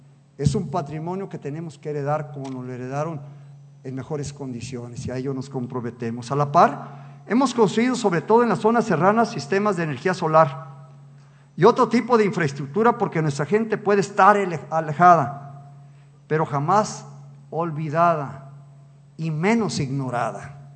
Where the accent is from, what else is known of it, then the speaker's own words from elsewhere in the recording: Tepic, Nayarit, Mexico; para los que somos de Tepic